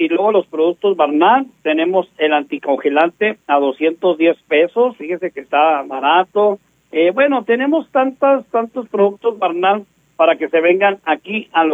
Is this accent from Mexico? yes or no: yes; Mexico; porque yo soy aquí del Arroyo Colorado, porque aquí está, acuérdense que está el Arroyo Colorado y luego la colonia del Carmen